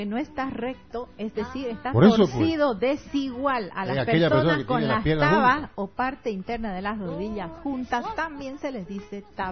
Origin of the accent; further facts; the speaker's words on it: Santa Cruz de la Sierra, Santa Cruz, Bolivia; born there; Soy camba, nacida aquí en Santa Cruz.